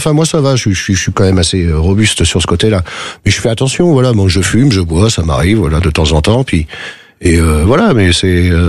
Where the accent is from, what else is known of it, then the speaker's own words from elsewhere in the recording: Brittany, France; Je suis breton et je resterai breton toute ma vie. Et que je l'aime, ma Bretagne.